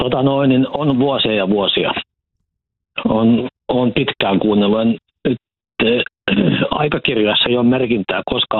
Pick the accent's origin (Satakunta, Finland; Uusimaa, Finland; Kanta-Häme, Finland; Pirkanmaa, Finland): Satakunta, Finland; Huittinen; Ja siis mä huittin sitä kotosi ja asuin nuoruuteni ja parhaisen aikuisuutenikin Huittisissa.